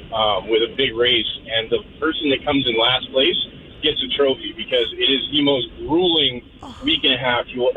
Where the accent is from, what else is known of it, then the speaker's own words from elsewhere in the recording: Anchorage, Alaska, United States; now in Tacoma, United States; So I grew up in Anchorage, Alaska. I currently live in Tacoma.